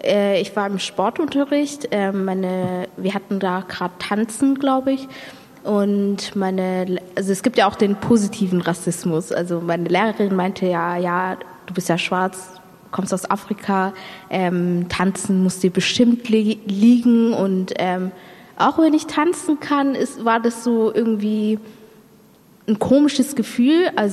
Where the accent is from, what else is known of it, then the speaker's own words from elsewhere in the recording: Stuttgart, Baden-Württemberg, Germany; ich bin in Stuttgart aufgewachsen